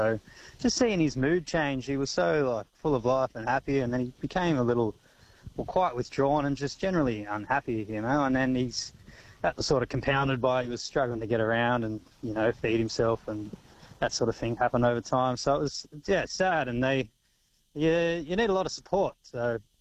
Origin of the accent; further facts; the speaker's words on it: Mareeba, Queensland, Australia; born there; I was born in Mareeba and I haven't been back since I was little.